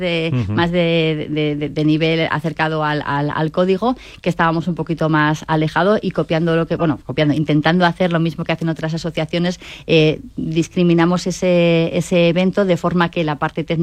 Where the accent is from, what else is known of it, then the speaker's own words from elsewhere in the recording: Bilbao, Basque Country, Spain; yo que vengo de Bilbao, tenemos también la delegación norte